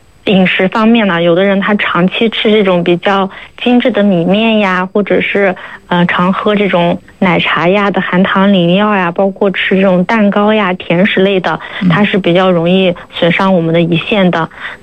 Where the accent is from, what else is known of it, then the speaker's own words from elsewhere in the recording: China; 我们中国人